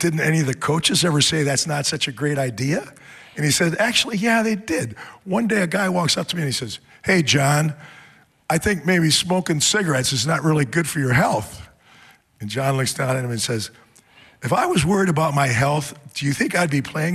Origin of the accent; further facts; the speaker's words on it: Washington, District of Columbia, United States; born there; because he was a newspaper reporter when I was born in Washington.